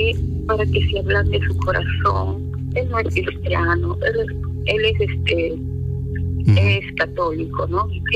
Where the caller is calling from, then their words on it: Chimbote, Ancash, Peru; Pastor, llamo de Chimbote.